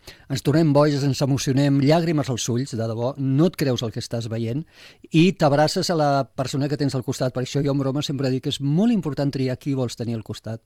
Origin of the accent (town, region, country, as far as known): Tarragona, Catalonia, Spain; born or raised there; now in Sant Cugat, Spain